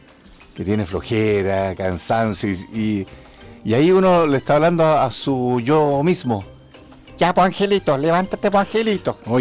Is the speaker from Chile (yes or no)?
yes; Chile; como los chilenos tenemos mala memoria, nos mantienen las salsas y se hacen los locos.